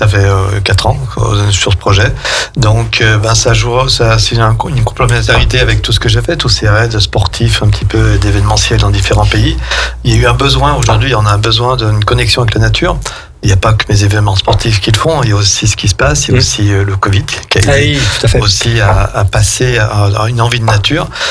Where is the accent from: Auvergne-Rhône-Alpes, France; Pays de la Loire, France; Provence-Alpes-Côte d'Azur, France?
Auvergne-Rhône-Alpes, France; chez nous, on connaît bien, quand je dis chez nous, je veux dire en Savoie, dans notre région, parce que je suis savoyard.